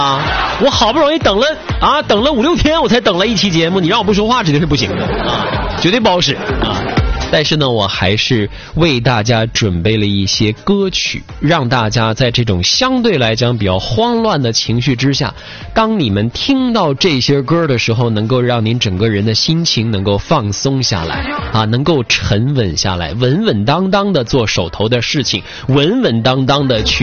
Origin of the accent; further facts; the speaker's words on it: China; 是我们中国人传统的一个美好的节日啊